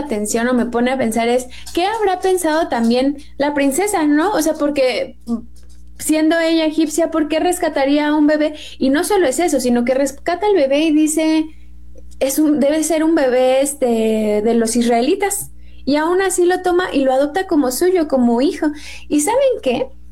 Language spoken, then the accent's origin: Spanish; Mexico; born there; soy mexicana, porque soy mexicana de nacimiento y de corazón y de todo